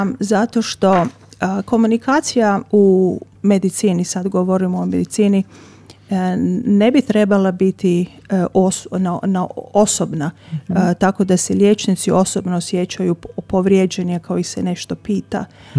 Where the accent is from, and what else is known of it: Croatia